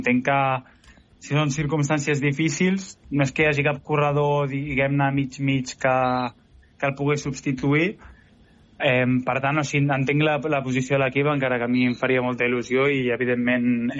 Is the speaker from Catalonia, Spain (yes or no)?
yes; Barcelona, Catalonia, Spain; jo sóc de Barcelona, surt de casa meva